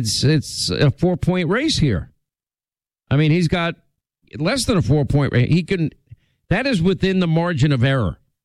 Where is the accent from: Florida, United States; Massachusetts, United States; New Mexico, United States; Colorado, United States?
Florida, United States; And in my home state of Florida is real.